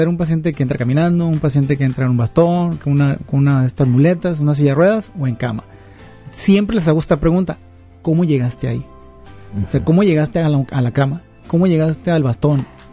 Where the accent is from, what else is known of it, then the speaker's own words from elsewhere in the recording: Mexico; Me empieza a doler el pecho, ahorita se me va a quitar, como buen mexicano, me tomo un paracetamol y al rato se me quita.